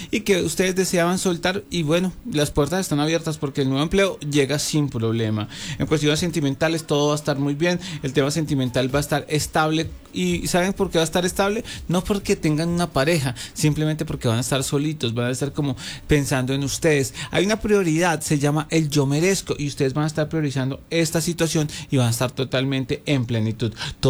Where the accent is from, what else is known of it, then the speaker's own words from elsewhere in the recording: Colombia; tenemos más fuerte nuestra oración como ser, como colombianos